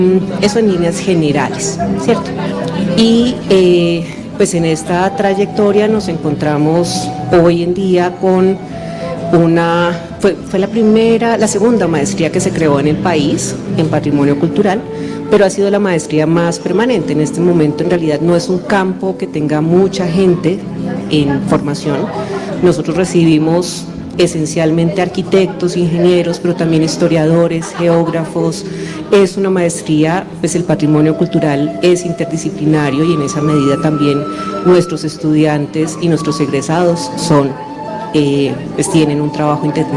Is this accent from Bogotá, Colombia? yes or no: yes; Bogotá, Colombia; moved away as an adult; also born or lived in Manizales; Yo duré 20 años en la sede de Manizales, soy bogotana, claramente, pero duré 20 años en la sede de Manizales